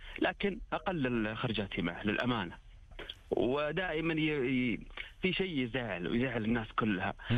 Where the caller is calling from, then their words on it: Riyadh, Riyadh Province, Saudi Arabia; من الرياض.